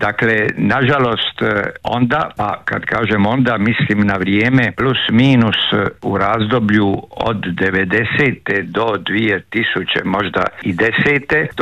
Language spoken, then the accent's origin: Croatian; Croatia; now in Split, Croatia; sad ne govorim mi kao Hrvati ili ovdje sad u Splitu